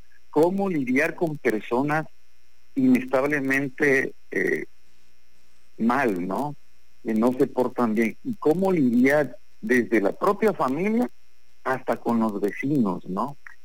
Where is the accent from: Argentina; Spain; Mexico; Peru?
Mexico; Huimanguillo, Tabasco; en el pueblo, ¿no? Hablo de Guimanguillo